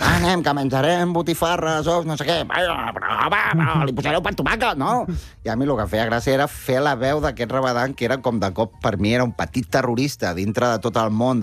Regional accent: Barcelona, Catalonia, Spain; also born or lived in Figueres; M'he criat a Barna, sí, sí.

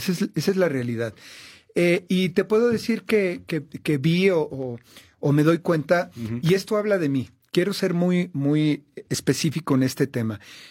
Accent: Mexico

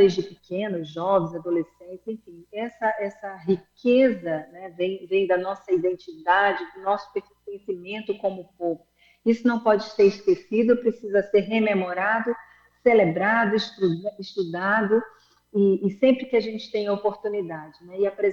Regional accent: Northeast Region, Brazil

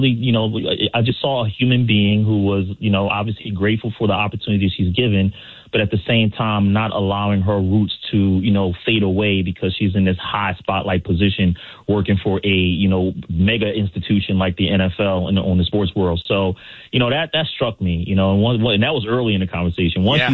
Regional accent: Philadelphia, Pennsylvania, United States; I come from North Philly … They come from Newark, New Jersey. And so that music, that was a part of my childhood coming up.

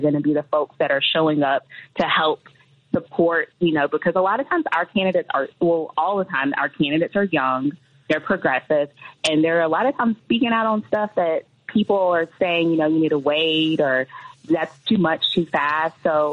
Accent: Mobile, Alabama, United States; moved away; I am originally from Mobile, Alabama

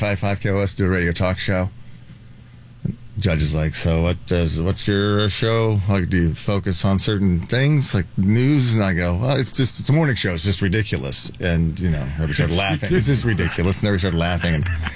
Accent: Terre Haute, Indiana, United States; Columbia House was located in Terre Haute, Indiana.

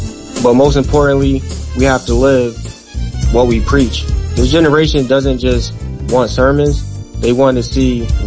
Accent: New Haven, Connecticut, United States; Growing up in New Haven

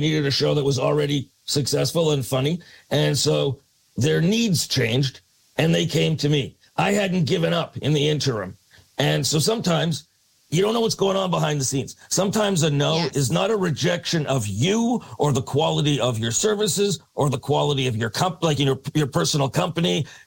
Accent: Canada; You know, I'm Canadian.

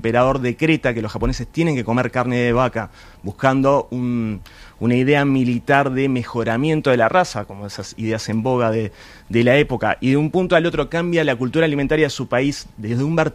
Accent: Montebelluna, Veneto, Italy

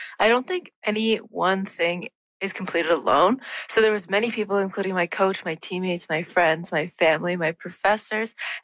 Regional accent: Newfoundland and Labrador, Canada; I talked about the impact that growing up in Newfoundland and the community had on me, because I feel that Newfoundland is a very community-focused place.

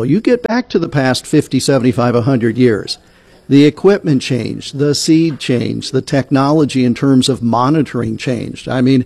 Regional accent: Iowa, United States; I've lived in Iowa my entire life, but I don't have an ag background.

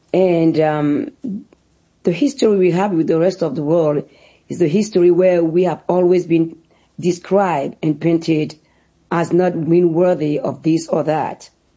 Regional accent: Benin; English is a second language; I'm still that curious little girl growing up in Benin asking relentlessly questions

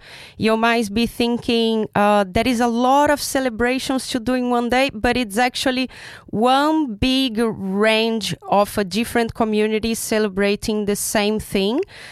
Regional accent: Brazil; English is a second language; As same as us, that I'm from Brazil, so we speak Portuguese

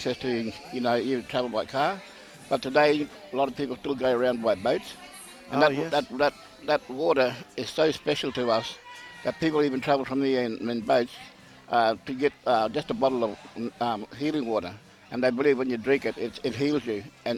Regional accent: Yarrabah, Queensland, Australia; born there; I feel very proud of who I am, where I come from. Yarrabah is my tribal home.

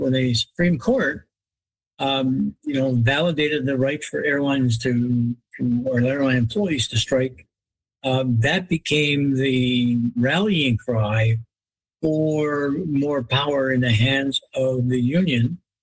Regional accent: Canada; We as a Canadian society have accepted

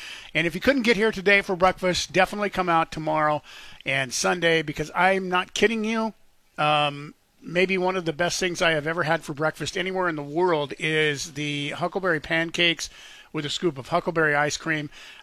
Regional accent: Nezperce, Idaho, United States; I grew up in Nespers, Idaho. We didn't have a store, for crying out loud, until I was like 10.

